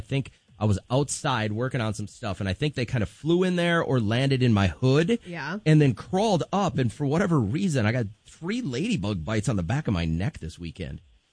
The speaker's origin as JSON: {"language": "English", "region": "Midwest", "country": "United States", "said": "I'm from the Midwest, and I can't get myself to call it pop."}